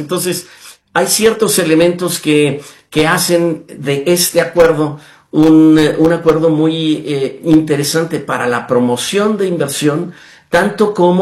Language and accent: Spanish; Mexico